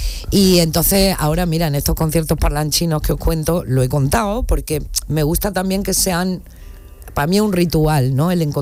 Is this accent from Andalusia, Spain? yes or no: yes; La Zubia, Andalusia, Spain; born or raised there